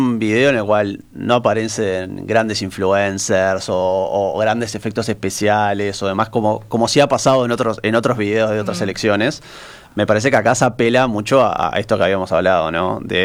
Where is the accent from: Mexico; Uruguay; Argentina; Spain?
Uruguay